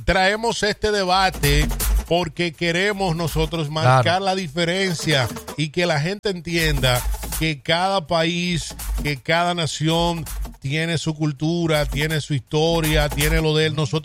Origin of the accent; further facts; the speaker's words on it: Dominican Republic; now in United States; Históricamente Puerto Rico nos ha abierto las puertas a nosotros los dominicanos allá